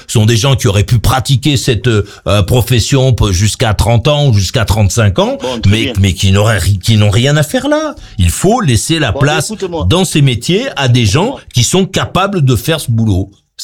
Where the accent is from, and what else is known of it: France